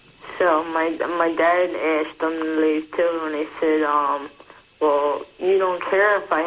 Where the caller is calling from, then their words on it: Darby, Pennsylvania, United States; Up at Darby, Delaware County.